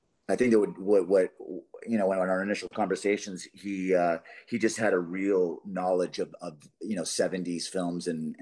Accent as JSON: {"language": "English", "country": "Canada", "tie": "born or raised there", "said": "I'm Canadian. I love Canada, born and raised."}